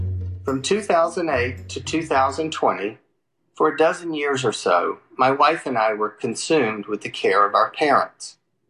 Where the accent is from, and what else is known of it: Houston, Texas, United States